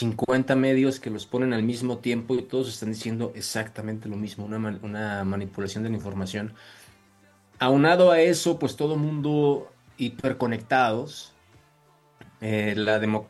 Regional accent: northern Mexico, Mexico; now in Mexico City, Mexico; llegué a la Ciudad de México en el año 2000, yo soy del norte de la República Mexicana

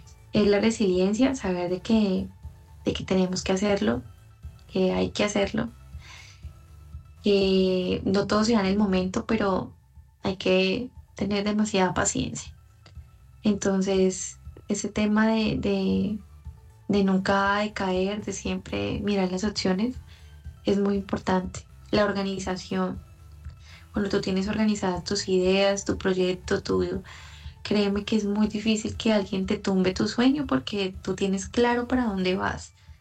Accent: Florencia, Caquetá, Colombia; now in Neiva, Colombia; Personalmente soy de Florencia, Caquetá

